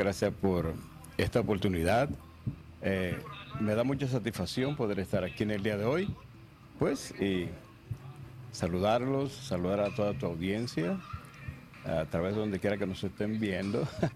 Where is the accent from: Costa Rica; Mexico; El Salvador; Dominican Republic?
Dominican Republic; Baní, Peravia; born there; Bueno, nací aquí en Baní.